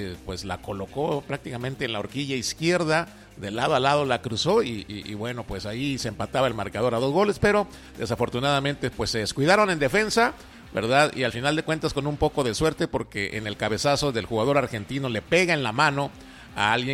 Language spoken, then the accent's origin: Spanish; Mexico; Pero para nosotros como mexicanos